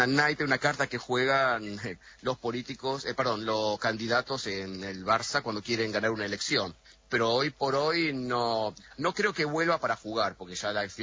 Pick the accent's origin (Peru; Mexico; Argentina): Argentina; Bernal, Buenos Aires Province; also born or lived in La Plata; now in Barcelona, Spain; Nací en La Plata, viví casi toda mi vida en Bernal, en Quilmes, siempre muy ligado a La Plata también